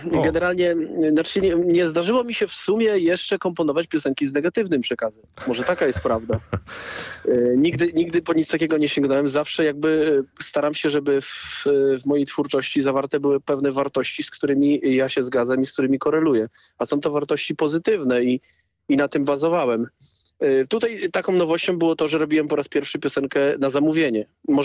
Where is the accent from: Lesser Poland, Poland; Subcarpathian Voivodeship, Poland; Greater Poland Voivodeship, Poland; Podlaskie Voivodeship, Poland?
Subcarpathian Voivodeship, Poland; ja pochodzę z Podkarpacia, mieszkam w Rzeszowie